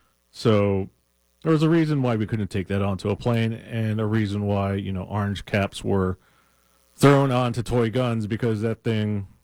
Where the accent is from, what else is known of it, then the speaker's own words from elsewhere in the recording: Hawaii, United States; moved away as an adult; originally I'm from Hawaii.